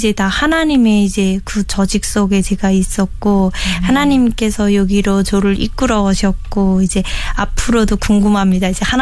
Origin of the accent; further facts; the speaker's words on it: North Pyongan, North Korea; now in South Korea; 남한종차 7개월 차 평안북도에서 온